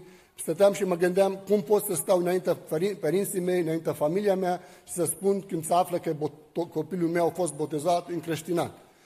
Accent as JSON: {"language": "Romanian", "country": "Lebanon", "moved": "as an adult", "lives_now": "Bucharest, Romania", "said": "sunt din Liban, m-am născut într-o familie de musulmani"}